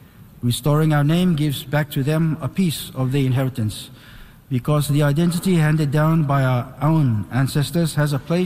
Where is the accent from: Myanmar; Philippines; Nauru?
Nauru; Nga de Nauru. That means I am from Nauru. And so is every person I have the honor to speak for today.